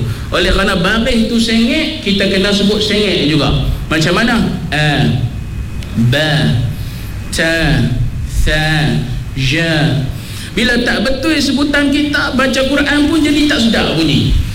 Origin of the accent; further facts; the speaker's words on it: Kedah, Malaysia; Ha, saya orang Kedah juga, orang utara juga, orang Pilang juga.